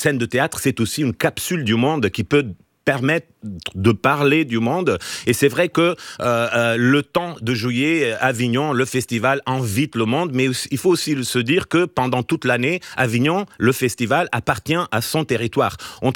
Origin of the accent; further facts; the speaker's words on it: Portugal; now in France; moi je peux le dire en tant que Portugais, parce que là j'ai pas le risque d'être chauvin